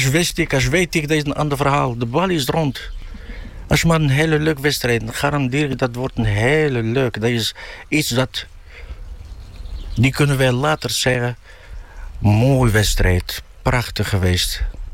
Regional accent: Morocco; Dutch is a second language; now in Friesland, Netherlands; altijd heb ik gezegd, mijn vaderland is Marokko, maar mijn moederland is Friesland, met me.

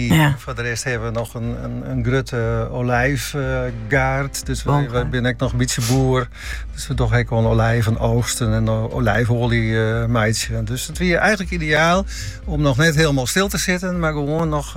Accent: Netherlands; now in Italy

